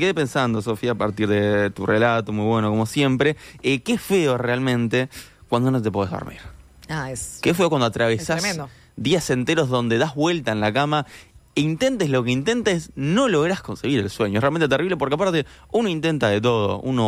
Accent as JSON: {"language": "Spanish", "country": "Uruguay"}